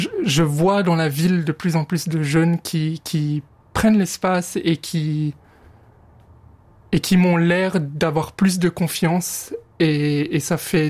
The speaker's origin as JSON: {"language": "French", "town": "Moutier", "region": "Bern", "country": "Switzerland", "tie": "born there", "said": "c'est effectivement la ville où je suis né"}